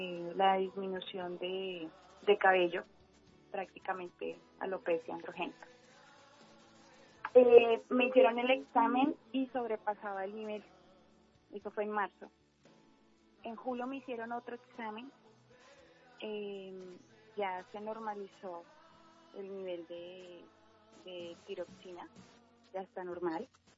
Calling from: Leticia, Amazonas, Colombia; Estoy llamando desde Leticia.

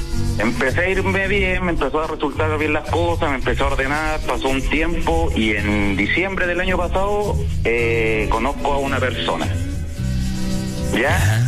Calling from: Coquimbo, Chile; Ella vive a una hora de donde vivo yo. Yo vivo en Coquimbo.

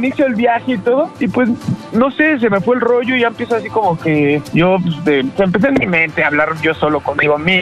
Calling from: Iztapalapa, Mexico City, Mexico; Aquí andamos de Iztapalapa.

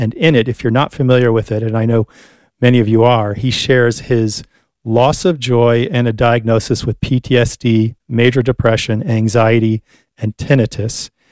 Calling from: New Jersey, United States; Our children went to, I'm broadcasting from New Jersey. Our children went to a Fraternity of St. Peter School here in New Jersey

